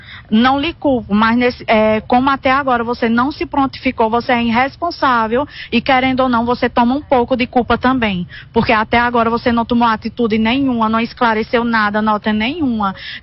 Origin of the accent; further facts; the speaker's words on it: Águas Belas, Pernambuco, Brazil; Isso, somos de Águas Belas.